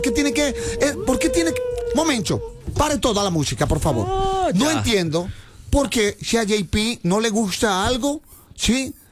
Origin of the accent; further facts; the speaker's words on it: Bosa, Bogotá, Colombia; Yo he vivido toda la vida casi siempre en Bosa, Brasilia.